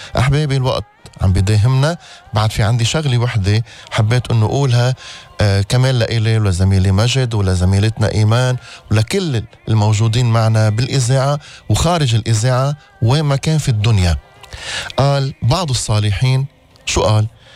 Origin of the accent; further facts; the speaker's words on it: Lebanon; بلدنا لبنان، لبنان الغالي